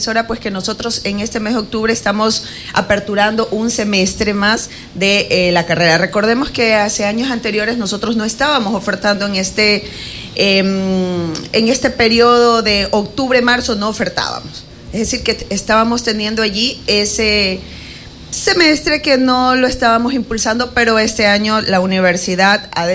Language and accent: Spanish; Valencia, Los Ríos, Ecuador; now in Quevedo, Ecuador; mi corazón casi siempre está dividido valenciano, quevedeña